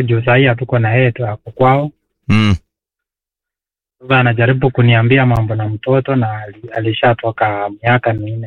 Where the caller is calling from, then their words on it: Narok County, Kenya; Nyumbani ni Narok County.